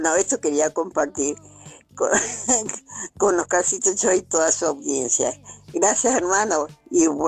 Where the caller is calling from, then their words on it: Navarro, Buenos Aires Province, Argentina; de Navarro.